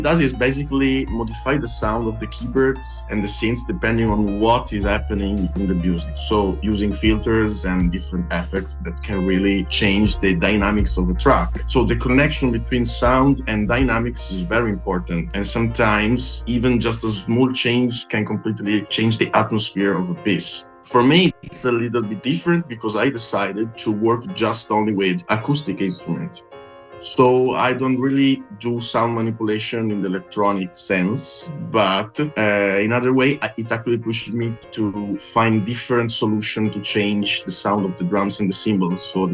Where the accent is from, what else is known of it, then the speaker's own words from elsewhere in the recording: Modena, Emilia-Romagna, Italy; English is a second language; now in Verona, Italy; we are from Modena. That it's like 1 hour away from Verona, but it's quite close to Verona, yeah. And we are both from Modena, yeah. We met in Modena.